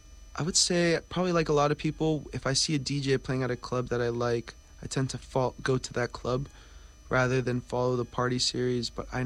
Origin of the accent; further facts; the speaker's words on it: Tracy, California, United States; He's Mexican American, as am I. He's from Fresno. I'm from Tracy, which isn't too far from each other.